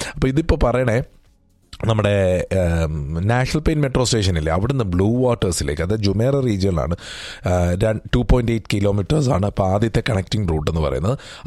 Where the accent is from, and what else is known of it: Kerala, India; born or raised there; also born or lived in Haripad (mother's home); now in United Arab Emirates